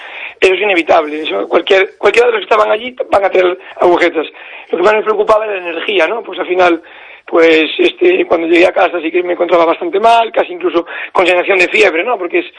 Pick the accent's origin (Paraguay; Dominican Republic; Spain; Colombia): Spain; Ames, Galicia; Porque aunque yo ahora estoy en Opino, pero me crié siempre en Ames